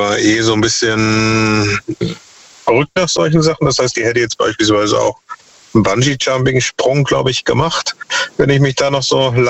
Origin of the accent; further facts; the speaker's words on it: Baden-Württemberg, Germany; In der Nähe Stuttgart.